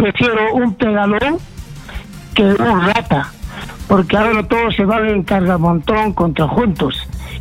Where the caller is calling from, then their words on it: Puno, Peru; desde Puno.